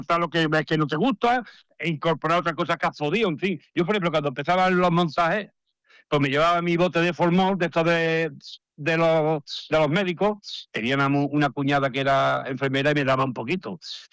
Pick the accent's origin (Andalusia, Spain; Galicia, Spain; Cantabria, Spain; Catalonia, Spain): Andalusia, Spain; Córdoba; moved away as an adult; now in Logroño, Spain; yo llevo pescando de chaval, ahí en Córdoba, a los barbos y a las carpas. Pero cuando me vine aquí ya a Logroño, ya tenía 30 años